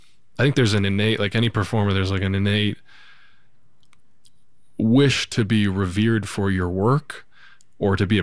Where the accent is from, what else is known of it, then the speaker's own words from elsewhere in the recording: Canada; And I was like, I'm Canadian to the bones. I'm very proud.